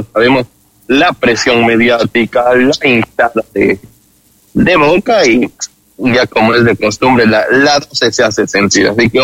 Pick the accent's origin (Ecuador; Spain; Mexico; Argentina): Ecuador; como ecuatoriano le digo